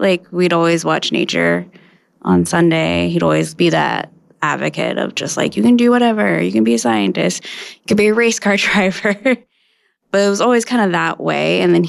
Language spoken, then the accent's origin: English; Fairbanks, Alaska, United States; also born or lived in Anchorage; So, I grew up in Fairbanks and in Anchorage, and I'm in Nupiat. My family originally comes from King Island.